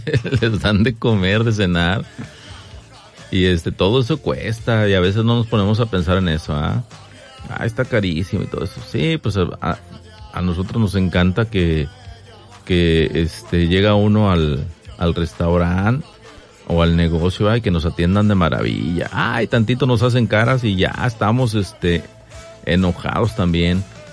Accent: Mexico; ¿De dónde vienes? De México.

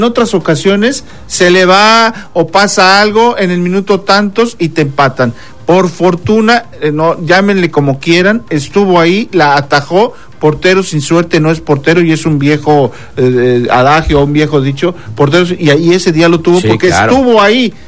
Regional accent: Mexico; Como mexicanos necesitamos destacar eso.

